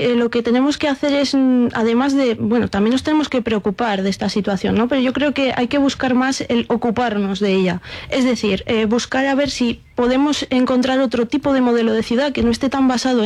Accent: Jaén, Andalusia, Spain; Yo, que además soy de Jaén

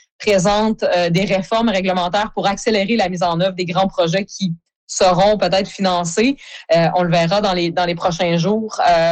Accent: Atlantic Canada, Canada; also born or lived in Labrador; en tant que Canadienne atlantique et ancienne labradorienne

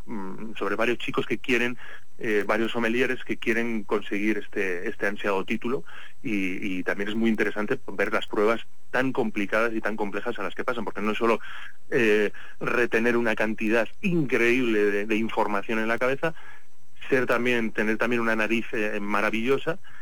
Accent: Spain; los españoles somos más de admirar lo de fuera y menos lo de dentro

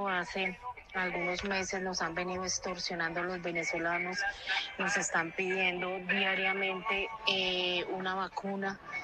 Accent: Colombia; es muy triste que nosotros como colombianos tengamos que soportar que los que vienen de por allá a delinquir

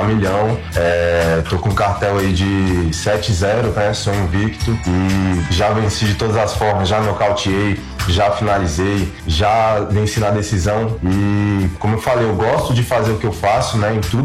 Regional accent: Ceilândia, Federal District, Brazil; now in Taguatinga, Brazil; Na verdade, fui criado na Ceilândia, né? Atualmente resido em Taguatinga

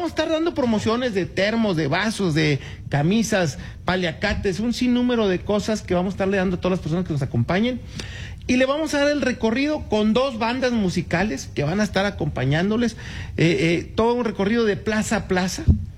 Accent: Ramos Arizpe, Coahuila, Mexico; es un orgullo ser de Ramos Arizpe, y por eso hablo también de mi pueblo, de mi gran ciudad, Ramos Arizpe

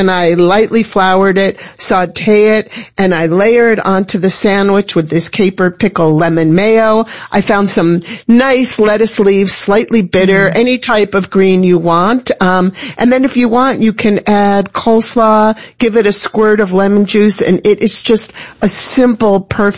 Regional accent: New York, United States; Growing up in New York, you know, the big treat was we're going for an Italian.

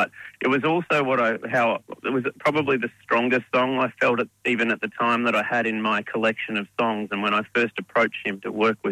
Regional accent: Victoria, Australia; my family property that I grew up on back in Western Victoria.

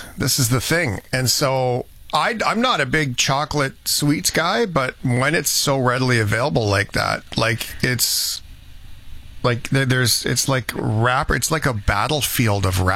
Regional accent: Port Alberni, British Columbia, Canada; born or raised there

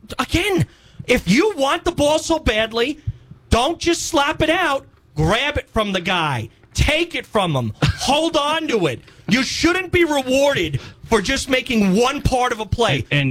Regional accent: New York, United States; I have some friends from where I grew up in New York that still do it

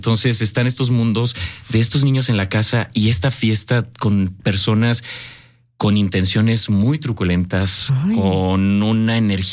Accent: Mexico; sino como mexicanos.

